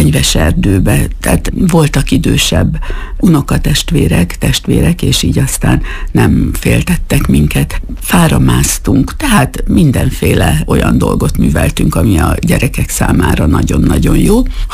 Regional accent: Miskolc, Borsod-Abaúj-Zemplén, Hungary; Miskolcon mi magunk szintén falusi életet éltünk, mert Szirmán laktunk, úgyhogy én ilyen hűséges típus vagyok, mert Szirmán nőttem föl, a szirmai általános iskolába jártam 8 évig

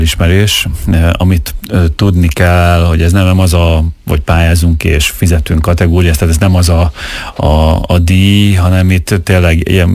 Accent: Miskolc, Borsod-Abaúj-Zemplén, Hungary; also born or lived in Budapest; hoztam egy döntést, hogy visszatérek Miskolcra, és akkor átjelentkeztem, én akkor építőipari vonalon tanultam, és átjelentkeztem a Miskolci Egyetemre, hogy itthon legyek

